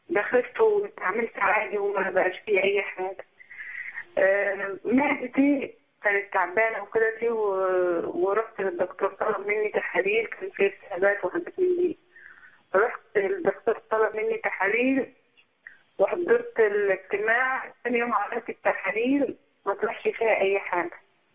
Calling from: Beni Suef, Beni Suef Governorate, Egypt; من بني سويف.

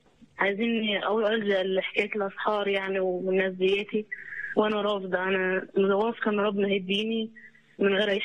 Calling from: Asyut, Asyut Governorate, Egypt; من أسيوط.

